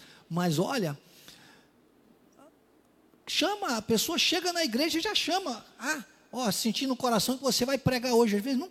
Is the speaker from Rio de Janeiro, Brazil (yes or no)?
yes; Rio de Janeiro, Brazil; also born or lived in Minas Gerais; eu sou mineiroca, né? Porque eu sou mineiro, mas criado aqui no Rio de Janeiro